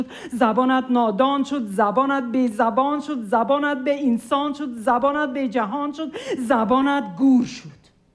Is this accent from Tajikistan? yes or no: yes; Tajikistan; first language Tajik and Russian; German is a second language; now in Germany; ich bin in Tadschikistan geboren und aufgewachsen. Und wie ich schon gesagt habe, ich habe einen Mix gesprochen, Tadschikisch und Russisch. Dann bin ich nach Deutschland und habe dann Deutsch gelernt und alles andere verdrängt.